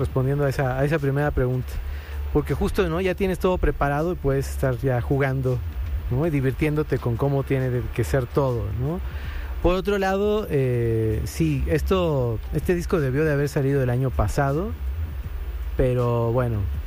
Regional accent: Tulancingo, Hidalgo, Mexico; moved away; Mi tierra natal, ¿no? También que es Hidalgo

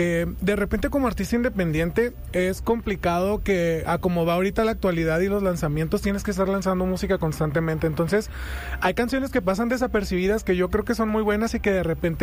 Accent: Tijuana, Baja California, Mexico; soy un cantante de Tijuana

